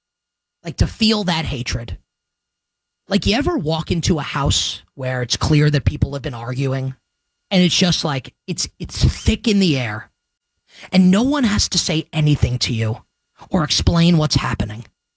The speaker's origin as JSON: {"language": "English", "region": "New York", "country": "United States", "tie": "born or raised there", "said": "I have no attachment. I grew up in New York. It's not like that for me."}